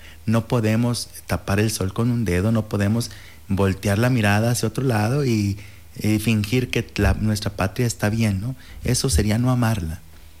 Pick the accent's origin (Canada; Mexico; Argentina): Mexico; es necesario que nosotros como mexicanos, miembros, integrantes de esta patria, seamos realistas